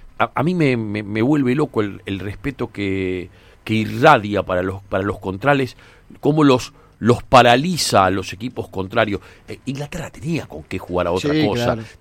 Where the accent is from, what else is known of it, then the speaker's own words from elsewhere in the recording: Argentina; yo como argentino